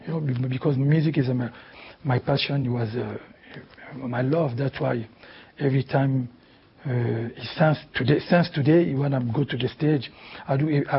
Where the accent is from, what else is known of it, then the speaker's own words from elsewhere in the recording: Kinshasa, DR Congo; English is a second language; moved away as an adult; also born or lived in Paris; I grew up in Kinshasa mm-hmm. and I go to the Paris when I was I used to be a little bit, you know, like 20, mm-hmm. 19, 20. Mm-hmm. So I have both culture.